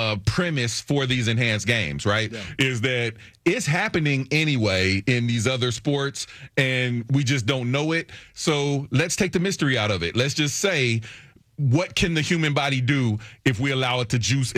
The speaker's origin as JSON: {"language": "English", "region": "Ohio", "country": "United States", "said": "I mean, I'm from Ohio."}